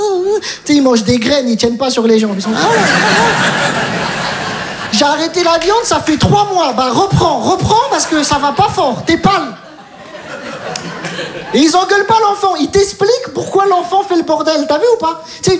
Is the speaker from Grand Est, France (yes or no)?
yes; Metz, Grand Est, France; Je viens de Metz, j'ai tout abandonné.